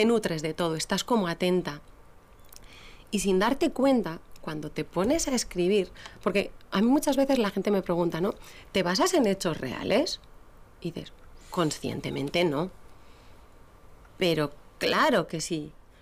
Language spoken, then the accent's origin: Spanish; Basque Country, Spain; born there; Mi ama es gallega y mi aita es leonés. Yo nací aquí en Euskadi